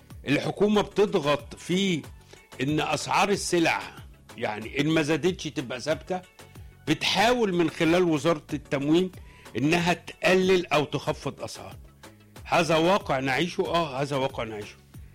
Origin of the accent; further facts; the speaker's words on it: Egypt; سيبك ان ده ضد عقيدتنا حتى كمصريين